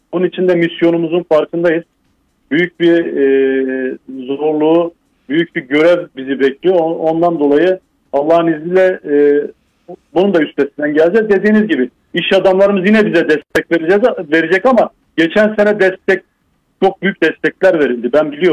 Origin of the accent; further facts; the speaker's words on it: Van, Turkey; burası benim memleketim olduğu için abi ben susamam.